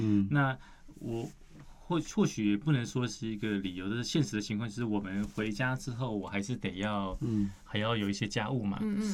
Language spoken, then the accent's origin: Chinese; Taiwan; moved away; 像我们原住民，我觉得我们在学英文或者学外来语的时候，我们很快